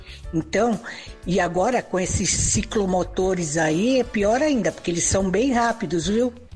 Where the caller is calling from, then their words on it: Santos, São Paulo, Brazil; eu sou de Santos.